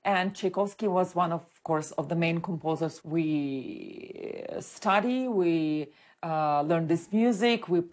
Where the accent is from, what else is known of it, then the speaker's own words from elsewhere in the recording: Ukraine; And I grew up in 2000s in Ukraine, and still, of course, we have our Ukrainian opera, Ukrainian music